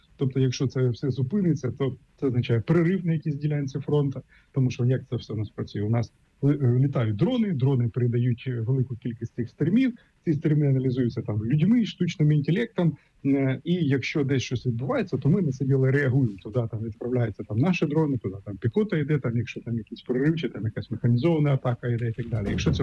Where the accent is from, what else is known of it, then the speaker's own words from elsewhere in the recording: Sumy Oblast, Ukraine; наприклад, мою рідну Сумську область, туди не один кабель заходить, а декілька кабелів.